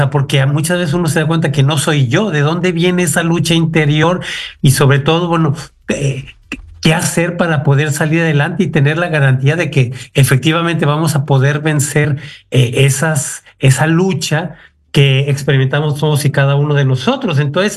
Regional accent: Aguascalientes, Mexico; Mira, yo soy de Aguascalientes, México, y empecé en el seminario hace 40 años.

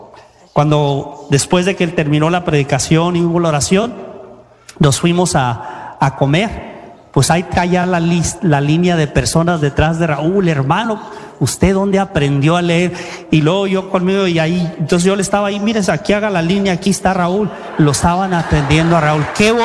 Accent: Tijuana, Baja California, Mexico; Yo soy de Tijuana.

